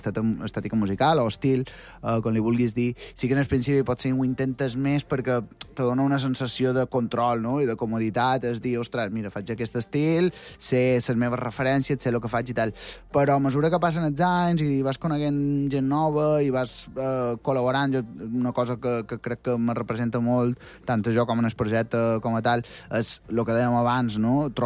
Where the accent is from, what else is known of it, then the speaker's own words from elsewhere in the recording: Santa Maria del Camí, Balearic Islands, Spain; jo que sóc de Santa Maria